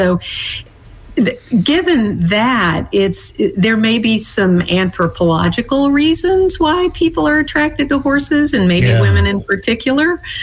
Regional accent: Bowling Green, Kentucky, United States; I grew up in Bowling Green, Kentucky

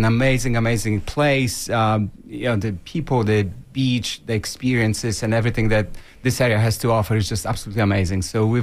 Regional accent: Podlaskie Voivodeship, Poland; now in United States; I grew up in Poland, and I moved to U.S. in 1994.

